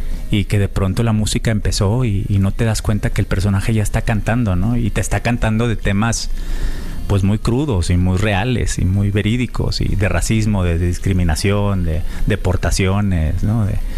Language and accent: Spanish; Monterrey, Nuevo León, Mexico; No, digo, amo mi tierra, pero no, pues digo...